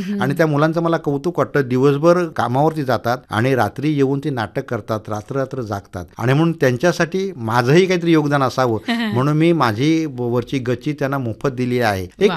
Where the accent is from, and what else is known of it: Konkan, India